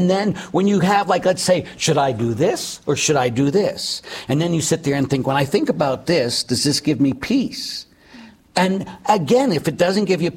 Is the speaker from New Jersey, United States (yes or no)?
no; Erie, Pennsylvania, United States; I'm from Erie, PA